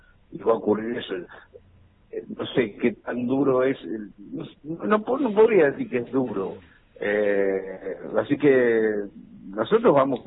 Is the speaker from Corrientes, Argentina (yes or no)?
no; Mendoza, Argentina; somos mendocinos todos